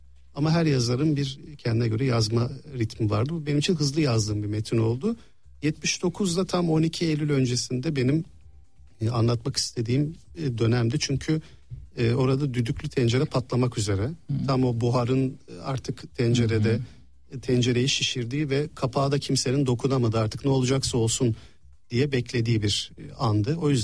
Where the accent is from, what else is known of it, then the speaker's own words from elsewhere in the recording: Istanbul, Turkey; Ben İstanbul'da doğdum, büyüdüm. Hatta Ortaköy'de doğdum ve 10 yaşıma kadar da orada yaşadık. Sonra Kadıköy'e geçtik.